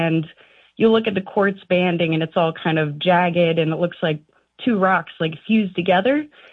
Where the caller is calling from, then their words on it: Marquette, Michigan, United States; I'm calling from Marquette, Michigan.